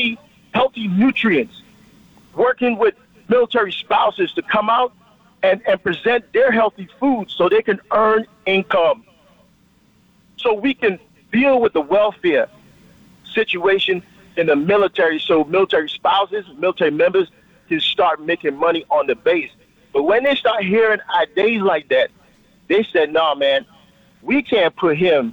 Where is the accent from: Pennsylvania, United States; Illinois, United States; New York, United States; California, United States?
New York, United States; I grew up in New York. I'm proud of where I'm come from.